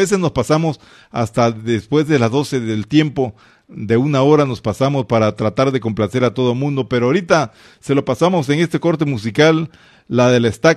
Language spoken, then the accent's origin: Spanish; Tabasco, Mexico; el tendedero le dicen lía en mi tierra, en Tabasco.